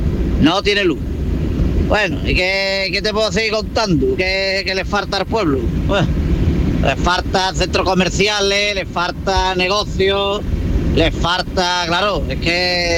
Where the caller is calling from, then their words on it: Espartinas, Andalusia, Spain; yo vivo en Espartina